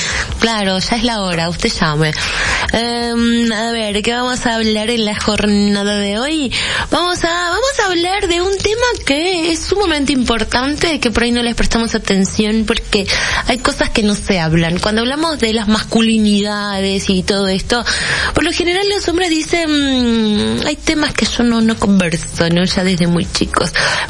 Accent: Salta, Argentina; acá somos nosotros los salteños y todos y cada uno de los argentinos en cada rincón del país.

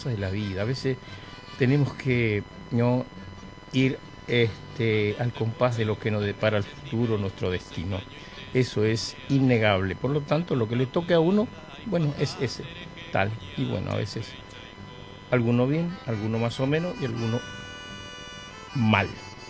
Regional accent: Chaco, Argentina; born there; Él se de mi pueblo de Plaza, por supuesto, y hay un parentesco.

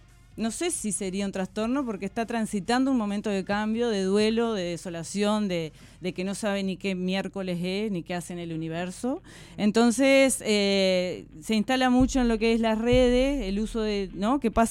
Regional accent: Florida, Uruguay; moved away as an adult; now in La Paloma, Uruguay; yo no me mudé hace 2 años acá y veo la diferencia de... Bueno, yo vivo en Maldonado, Montevideo, y en realidad soy de Florida.

